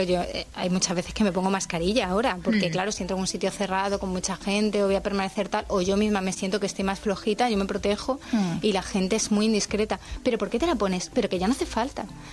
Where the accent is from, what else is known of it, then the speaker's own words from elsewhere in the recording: Cáceres, Extremadura, Spain; Soy de Cáceres.